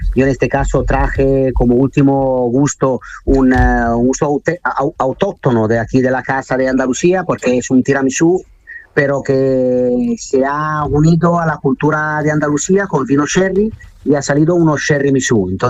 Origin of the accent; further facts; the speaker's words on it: Italy; Spanish is a second language; now in Cádiz, Spain; yo soy italiano, pero llevo ya muchos años, sobre todo con la heladería aquí.